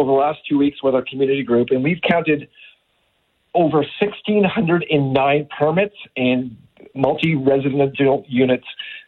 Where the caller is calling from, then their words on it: Nova Scotia, Canada; We live in the community right next to Pockwalk Road. Glen Arbor in White Hills, in Perry Pond, Upper Hammonds Plains area.